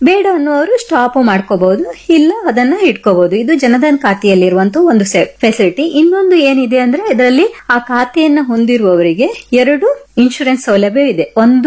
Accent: Karnataka, India; ನಾವೆಲ್ಲ ಅಪ್ಪಟ ಕನ್ನಡಿಗರು ಅಲ್ವಾ ಅಪ್ಪಟ ಕನ್ನಡಿಗರು ನಾವು

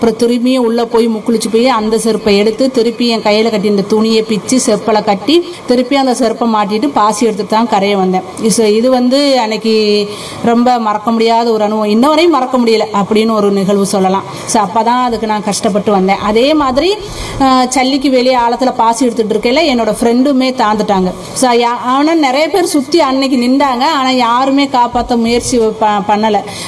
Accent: Narikkuzhi, Tamil Nadu, India; born there; now in Paman Thetkuvadi, India; நான் பிறந்த ஊர் வந்து நரிக்குழி அப்படின்னு ஒரு கிராமத்துல நான் பிறந்தேன். எனக்கு கல்யாணம் பண்ணி கொடுத்தது தான் பாமன் தெற்குவாடி கிராமம். இப்போ அங்கே தான் இருக்கேன்.

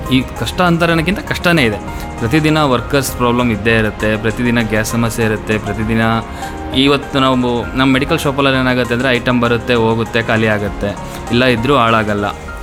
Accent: Bidare, Karnataka, India; born there; now in Shivamogga, India; ನಂದು ಬಂದ್ಬಿಟ್ಟು ಬಿದರೆ, ಸ್ವಂತ ಊರು ಬಿದರೆ. ಅಪ್ಪ ಅಮ್ಮ ಅಜ್ಜ ಅಜ್ಜಿ ಮೂಲತಃ ನಾವು ಬಿದರೇನೆ, ಓದಿದ್ದು ಎಲ್ಲ ನಾನು ಶಿವಮೊಗ್ಗದಲ್ಲೇ.

